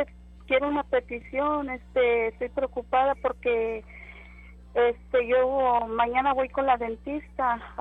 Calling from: Matamoros, Tamaulipas, Mexico; De Matamoros

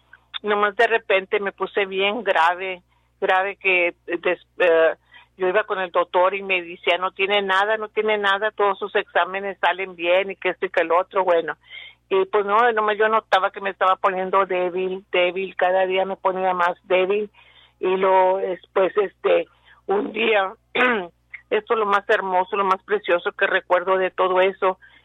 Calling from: Weslaco, Texas, United States; De Huéslaco

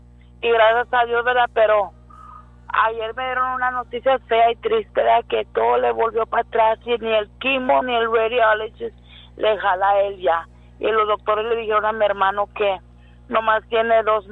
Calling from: Crystal City, Texas, United States; No, de Cristal, de Crystal City.

